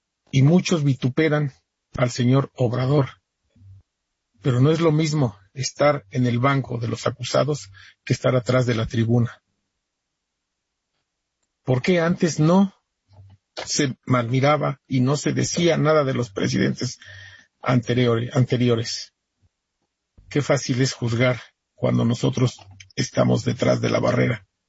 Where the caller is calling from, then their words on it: Pachuca, Hidalgo, Mexico; Soy de Pachuca, Hidalgo